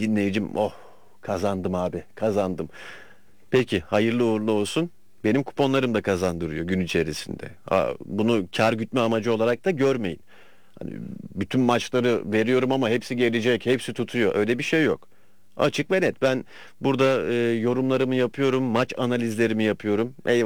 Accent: Istanbul, Turkey; Doğma büyüme İstanbulluyum ama çocukluğumdan beri Boca Juniors taraftarıyım.

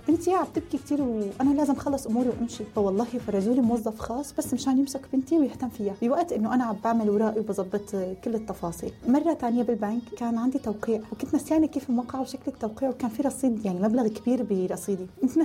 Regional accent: Syria; now in Turkey; هي تركيا بلد كتير حلوة. يعني نحن هون كسوريين ما عندنا مشكلة غير عنصرية

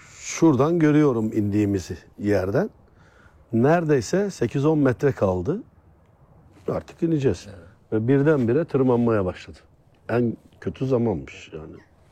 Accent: Adana, Turkey; Adanalıyım ben.

